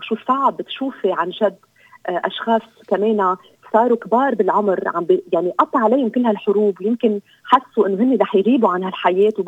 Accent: Lebanon; ونحن يعني بلدنا لبنان هيدا يعني روحنا

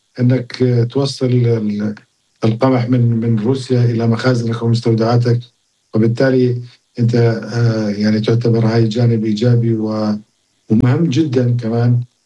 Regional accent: Jordan

